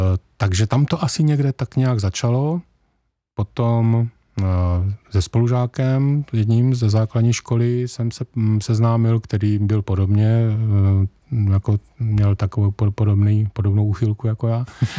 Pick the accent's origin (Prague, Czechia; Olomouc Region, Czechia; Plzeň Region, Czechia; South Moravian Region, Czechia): South Moravian Region, Czechia; Rosice; Já jsem se narodil v Rosicích u Brna, dnes tam opět žijí.